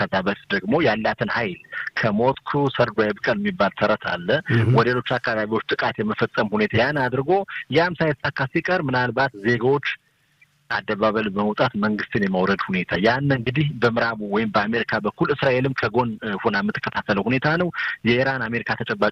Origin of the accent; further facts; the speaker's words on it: Gondar, Amhara, Ethiopia; ያደግኩበትን እንዴት ነው ያደግኩበት የተወለድኩበትን ቦታ ጨዋሄድ፣ ጎንደር ሲባል ጨዋሄድ አገር ጨዋሄድ የሚል ሰማሁና